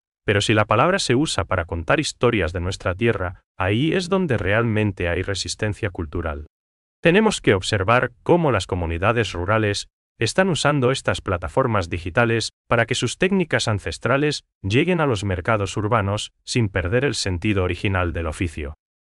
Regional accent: Paraguay; lo que nos define como paraguayos es esa capacidad única de integrar el pasado guaraní en cada paso que damos hacia adelante

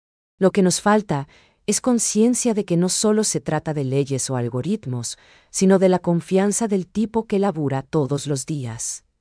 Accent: Paraguay; nosotros como paraguayos

